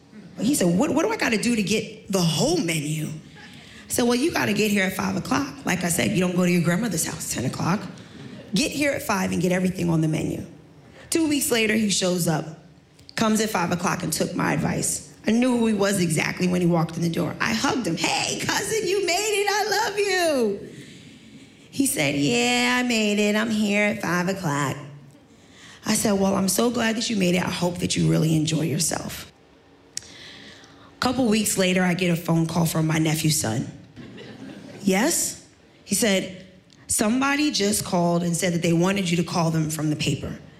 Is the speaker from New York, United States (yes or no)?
yes; Staten Island, New York, United States; I said, I'm from Staten Island, but I'm an 8th generation direct descendant from Sandy Ground.